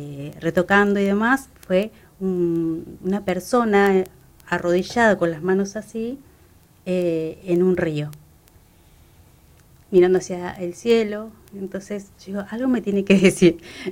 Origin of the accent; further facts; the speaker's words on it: Buenos Aires, Argentina; born there; moved away; yo me acuerdo de chica, con creo que 12 años, y allá en Buenos Aires